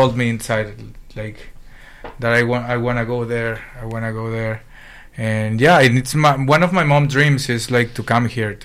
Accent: Chimbote, Ancash, Peru; English is a second language; moved away; I'm from Chimbote, that it's a port in the north middle of the coast of Peru.

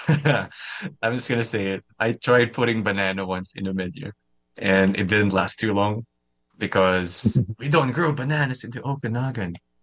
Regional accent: Central Luzon, Philippines; Yeah, it's very close to where I technically grew up in. So I'm from Nueva Ecija.

